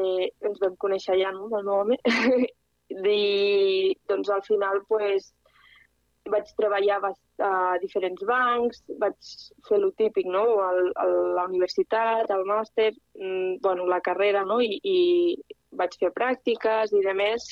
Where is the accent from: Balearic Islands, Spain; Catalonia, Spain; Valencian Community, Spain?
Catalonia, Spain; Barcelona; now in Oliana, Spain; jo soc de Barcelona de tota la vida, vaig néixer allà i, bueno, semblarà una mica atòpic, no?, però bàsicament vaig arribar a Oliana, a l'Alt Urgell, per amor.